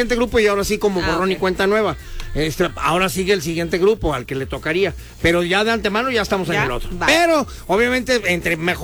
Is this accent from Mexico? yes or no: yes; Mexico